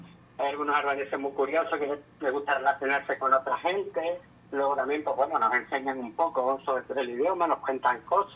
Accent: Spain; como yo vengo de España, que están subiendo mucho los alquileres en ciertas zonas.

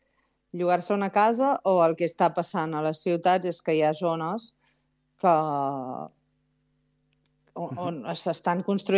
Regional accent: Celrà, Catalonia, Spain; now in Ouagadougou, Burkina Faso; a Celrà, que és el meu poble d'on soc.

